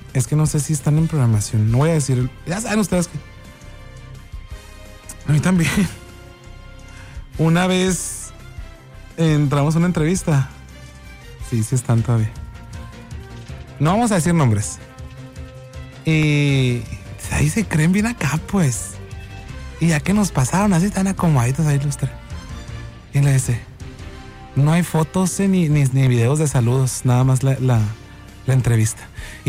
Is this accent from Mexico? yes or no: yes; Hermosillo, Sonora, Mexico; somos de Hermosillo y recuerda que somos bien fachosos.